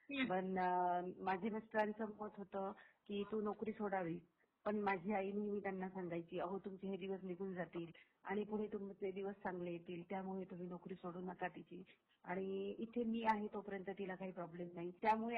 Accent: Buldhana district, Maharashtra, India; moved away as an adult; now in Ahilyanagar, India; माझं बालपण हे ग्रामीण भागातच गेलंय आणि माझे आई वडील दोघं त्या काळामध्ये सर्व्हिस करणारे होते, गव्हर्नमेंट सर्व्हंट होते आणि आमचं शिक्षण जिल्हा परिषद शाळेमध्येच झालं. बुलढाणा जिल्ह्यामधली मी आहे

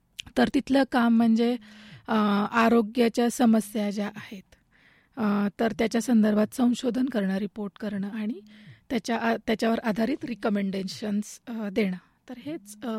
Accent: Shripur, Maharashtra, India; moved away as an adult; also born or lived in Baramati / Pune; मी मूळची सोलापूरची आहे आणि पंढरपूर जवळ श्रीपूर नावाचं माझं गाव आहे, मी तिथली आहे। माझं बालपण सगळं तिथेच गेलं, 12वीपर्यंत शिक्षण माझं माझ्या गावामध्येच झालं आणि नंतर मी BCS साठी घराबाहेर पडले बारामतीमध्ये।

